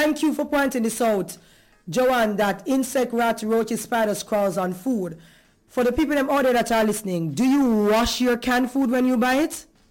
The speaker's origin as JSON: {"language": "English", "region": "Kingston", "country": "Jamaica", "tie": "born there", "said": "even though I was born in Kingston, them ship me off a country every as often as possible to make sure, say, me do what me have to do and know the things that I have to know as a Jamaican"}